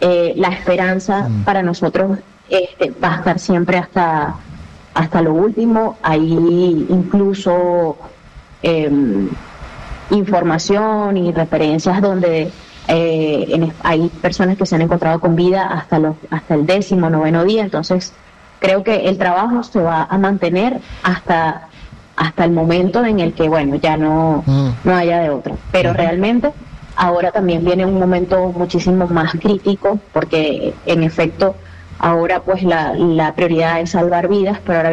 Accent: Venezuela; Y la verdad es que si algo nos caracteriza a nosotros como venezolanos, es que en tiempos duros la solidaridad se expresa de distintas maneras.

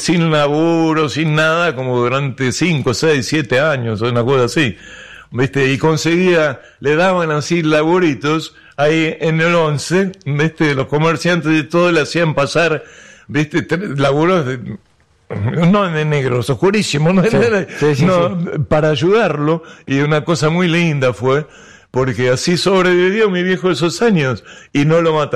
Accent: Buenos Aires, Argentina; born there; enfermera en el hospital donde yo nací, en el Ramos Mejía.

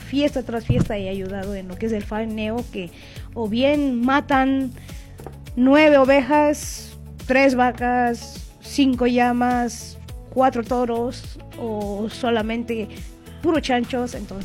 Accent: La Paz, Bolivia; Yo también he crecido en La Paz

